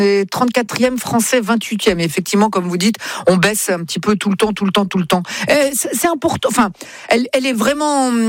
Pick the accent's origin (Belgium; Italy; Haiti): Italy; moi, je parle, je suis italien moi, je parle avec les mains moi, tu le sais bien.